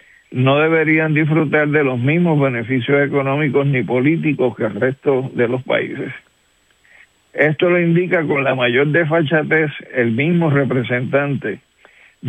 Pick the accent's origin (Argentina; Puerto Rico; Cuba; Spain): Puerto Rico; Como puertorriqueño, sin embargo, a pesar de los cambios habidos dentro del gobierno sandinista, tenemos que reconocer la solidaridad consecuente del Frente y su dirección con el reclamo de la independencia y la descolonización de Puerto Rico